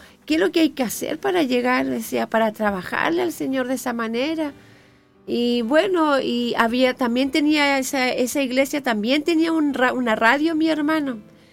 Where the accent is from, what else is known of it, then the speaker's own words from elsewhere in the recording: Coronel, Biobío, Chile; moved away; vivía en Coronel, mi hermano, porque yo soy de Coronel.